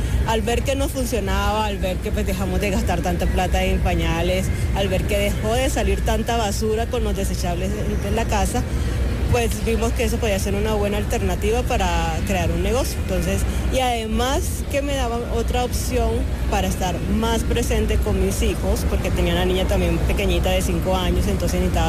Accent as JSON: {"language": "Spanish", "town": "Barranquilla", "region": "Atlántico", "country": "Colombia", "moved": "as an adult", "lives_now": "Tunja, Colombia", "said": "yo soy de Barranquilla, pero yo estudié en la UPTC en Tunja, en carreras fue realizada en Tunja. Ya terminando mi carrera, pues conocí a mi esposo, que es de acá de Tunja, y pues trabajaba ya acá, entonces empecé a trabajar en la UPTC"}